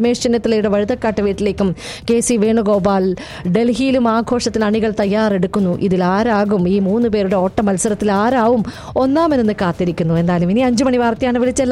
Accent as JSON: {"language": "Malayalam", "town": "Payyanur", "region": "Kerala", "country": "India", "said": "ഞാൻ ഒന്നുമില്ലെങ്കിൽ ഒരു പയ്യന്നൂർക്കാരി, ഇല്ലെങ്കിൽ ഒരു കണ്ണൂർ മലബാർ ബെൽറ്റിലുള്ള ആളല്ലേ."}